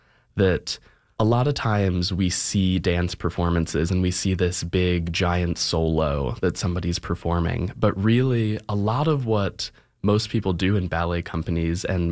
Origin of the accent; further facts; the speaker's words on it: Virginia, United States; I'm from Virginia